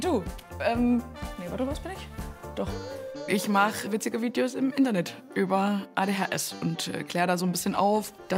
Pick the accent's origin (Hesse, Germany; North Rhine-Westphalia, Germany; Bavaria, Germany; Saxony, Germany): Saxony, Germany; Leipzig; ich komme aus Leipzig